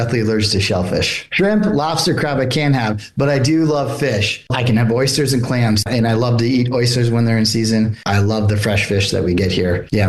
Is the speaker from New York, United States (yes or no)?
yes; New York, United States; also born or lived in Savannah; now in Mount Pleasant, United States; I'm from New York originally